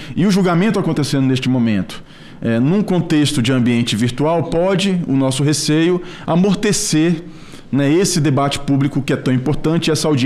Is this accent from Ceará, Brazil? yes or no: yes; Ceará, Brazil; accent: Ceará accent; moved away as an adult; now in São Paulo, Brazil; Sou cearense, como algumas pessoas devem perceber, do sotaque imigrante no estado de São Paulo já há mais de 2 décadas.